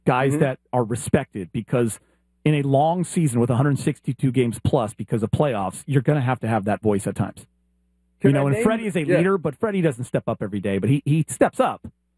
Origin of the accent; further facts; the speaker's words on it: Los Angeles, California, United States; Like, Travis, when you and I were growing up in DeMarco, especially here in Los Angeles, we had the same infield every year.